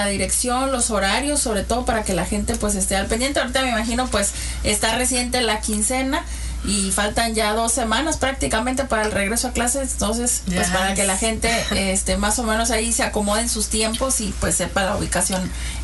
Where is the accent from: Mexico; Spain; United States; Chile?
Mexico; porque a veces dejamos como buenos mexicanos todo para el último